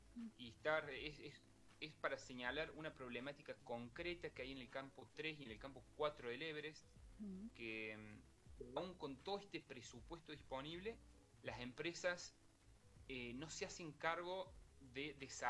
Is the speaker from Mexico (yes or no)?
no; Argentina; Y tuve la suerte de ser argentino